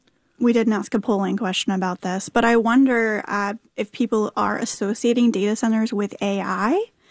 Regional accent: Raleigh, North Carolina, United States; I grew up in North Carolina. I'm a Raleigh native.

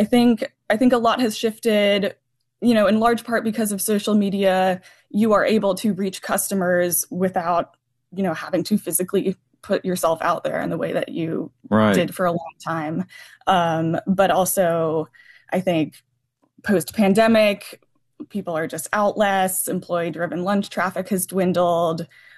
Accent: Durham, North Carolina, United States; I grew up in Durham and was kind of coming of age when Only Burger was all the rage and Pie Pushers

